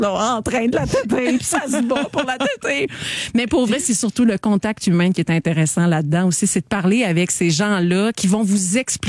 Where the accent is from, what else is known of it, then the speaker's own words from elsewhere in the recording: Quebec, Canada; chez nous, au Québec, on a une diversité agricole dont on est extrêmement fiers.